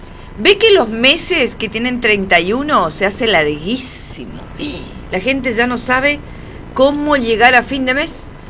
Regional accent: Argentina; Muy, muy variable, como los argentinos, básicamente. Así somos, sí.

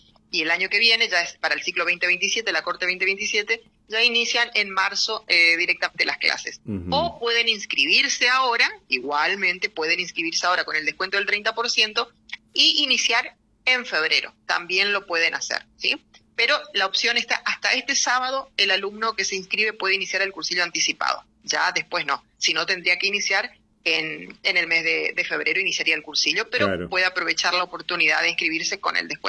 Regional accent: Oberá, Misiones, Argentina; born there; Soy oriunda, o sea, nací en Oberá, pero por muchos años la familia vivió en otro lugar, así que bueno, muy contenta de poder estar ahora en mi ciudad natal

